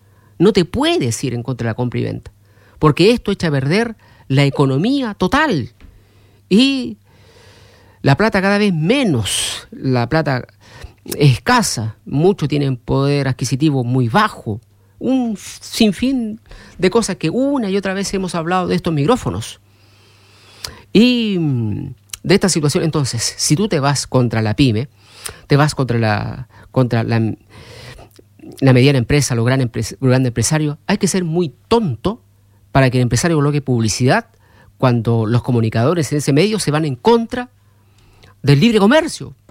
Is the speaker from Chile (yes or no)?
yes; Chile